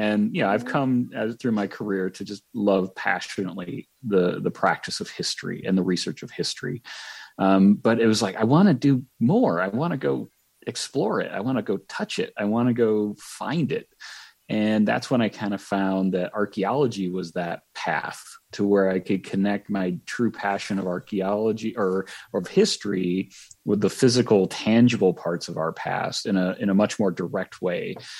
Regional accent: Michigan, United States; one of the universities in Southern Michigan, where I grew up in the Lower Peninsula.

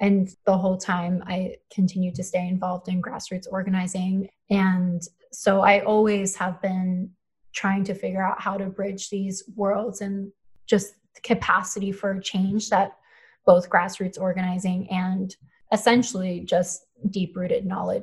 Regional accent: Philadelphia, Pennsylvania, United States; moved away as an adult; also born or lived in Colorado; I grew up in Philadelphia, and it is not the best city to grow up in terms of pollution and being able to access nature and the outdoors.

